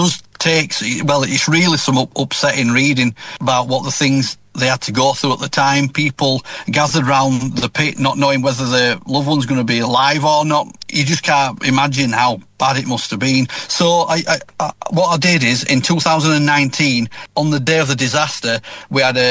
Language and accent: English; Dewsbury, Yorkshire and the Humber, United Kingdom; with growing up in Thornhill Lees, I started there, really. I mean, the park behind the house where I grew up used to be a Kilner bottle factory.